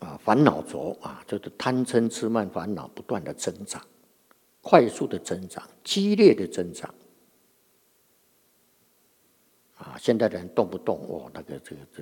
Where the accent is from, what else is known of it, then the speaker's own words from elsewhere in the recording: China; 那么就是我们中国人常讲的啊，这个年头不好啊